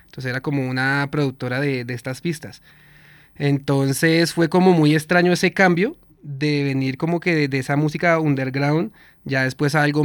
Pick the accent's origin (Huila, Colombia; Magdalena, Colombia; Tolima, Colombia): Tolima, Colombia; San Luis; Tolimense de cepa.